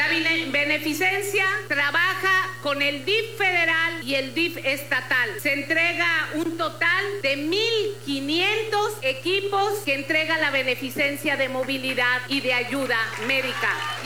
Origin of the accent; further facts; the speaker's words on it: Coatzacoalcos, Veracruz, Mexico; estoy en mi tierra y tengo que hablar de mi tierra, apoyar al levantar la infraestructura. Cada día ya se ve más bonito mi Coatza.